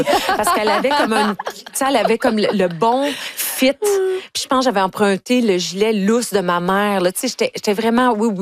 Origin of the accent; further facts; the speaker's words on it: Ontario, Canada; parce que moi, je viens de l'Ontario.